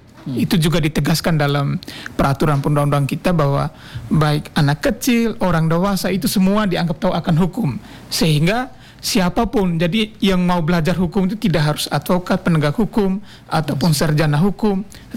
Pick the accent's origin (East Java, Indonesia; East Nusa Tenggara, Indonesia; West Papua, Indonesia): East Nusa Tenggara, Indonesia; Nangaba; now in Semarang, Indonesia; Saya asli Ataende.